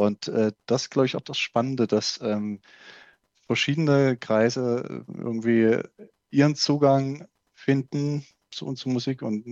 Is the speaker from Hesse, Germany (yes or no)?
no; Saxony, Germany; unweit von meiner Heimat. nämlich der Berg Reichenbach im Vogtland.